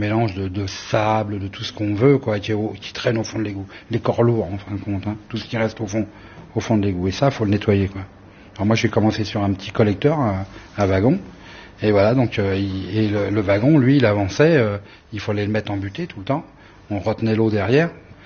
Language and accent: French; Ménilmontant, Île-de-France, France; Je sais que j'étais de Ménilmontant. Et je savais même pas qu'il y avait des gars de Ménilmontant qui travaillaient aux égouts, quoi.